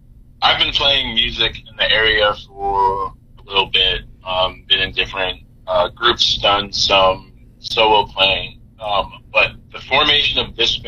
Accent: Indiana, United States; I grew up in Indiana

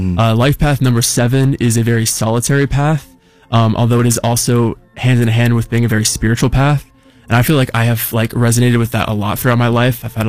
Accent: Chagrin Falls, Ohio, United States; Yeah, I'm originally from Chagrin Falls, That's where I grew up.

